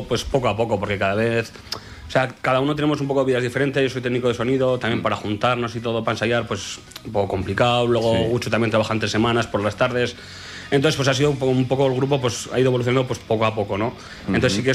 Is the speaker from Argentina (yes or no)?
no; Cizur, Navarre, Spain; Cizur, porque los tres somos de Cizur.